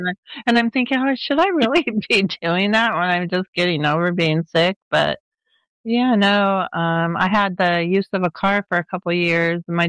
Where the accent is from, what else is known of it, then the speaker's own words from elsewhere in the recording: Los Angeles, California, United States; I was born where if it got below 65, we put on a jacket. Mm-hmm. So I grew up in Los Angeles where we didn't really have extremes of temperatures that much.